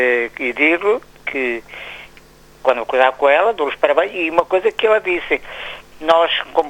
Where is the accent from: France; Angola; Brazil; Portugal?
Portugal; Condeixa-a-Nova, Centro; Aqui da freguesia, onde eu estou, da minha terra, é uma mulher, a Marta Ferro, da Câmara de Condeixa.